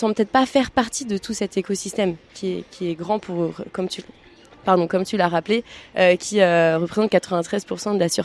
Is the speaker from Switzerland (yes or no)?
no; La Tranche-sur-Mer, Pays de la Loire, France; j'ai grandi à la Tranche-sur-Mer, à 500 mètres de la plage.